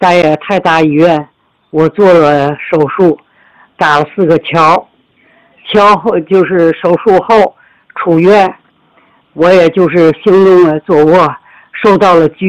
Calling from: Tianjin, China; 我来自天津河东区。

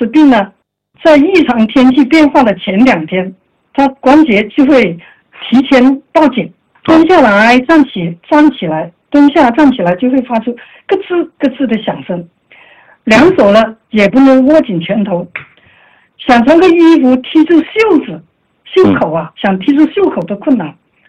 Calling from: Shenzhen, Guangdong, China; 我来自广东深圳

